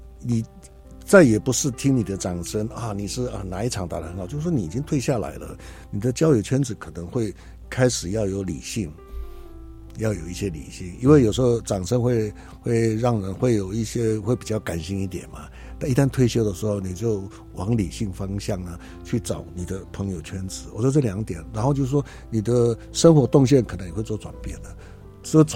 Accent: Taitung County, Taiwan; moved away; 我小时候，我对我自己的祖语来讲的话，我的母语来讲是小时候讲过，但我开始离开台东的时候几乎都没有讲了，完全没讲了

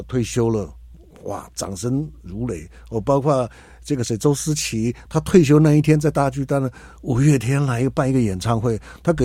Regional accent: Taitung County, Taiwan; moved away; 我小时候，我对我自己的祖语来讲的话，我的母语来讲是小时候讲过，但我开始离开台东的时候几乎都没有讲了，完全没讲了

